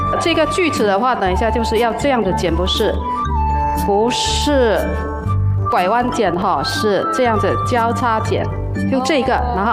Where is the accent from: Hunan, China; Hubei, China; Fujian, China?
Fujian, China; Zhangpu; 我们漳浦剪纸的核心技术排剪白剑，它是我们闽南话的直译